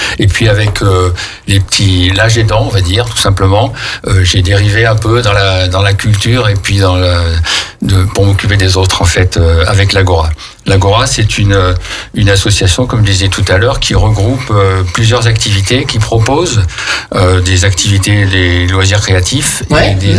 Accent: Saint-Omer, Hauts-de-France, France; moved away; Je viens du Pas-de-Calais, en fait, donc... mais ça fait 45 ans que je suis dans la région.

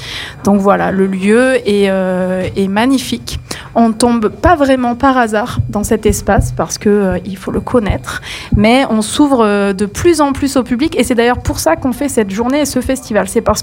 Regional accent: Auvergne-Rhône-Alpes, France; Alors même si je suis ardéchoise, je ne connaissais pas Saint-Barthélemy-Grozon. Et donc nous sommes partis de Priva.

